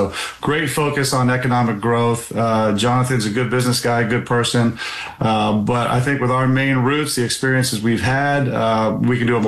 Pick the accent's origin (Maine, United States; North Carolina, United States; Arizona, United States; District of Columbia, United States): Maine, United States; I'm from District 1. My wife, my family grew up here.